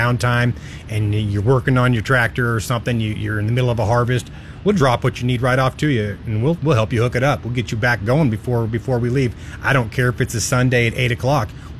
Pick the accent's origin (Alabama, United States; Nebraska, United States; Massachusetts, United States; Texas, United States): Nebraska, United States; Holdrege; I grew up in Holdridge. I've got a farm just outside of Holdridge myself.